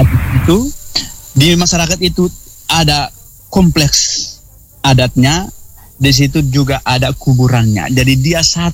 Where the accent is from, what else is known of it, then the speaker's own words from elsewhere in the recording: East Nusa Tenggara, Indonesia; Masyarakat adat dan budaya suku Lio teristimewa kami orang Wulogai.